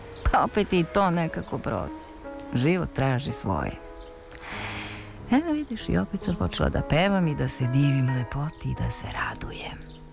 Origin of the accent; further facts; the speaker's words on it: Brankovina, Kolubara District, Serbia; also born or lived in Rabrovica; rođena sam u tvojoj i mojoj Rabrovici. Ali sam kao mala odneta u Brankovinu.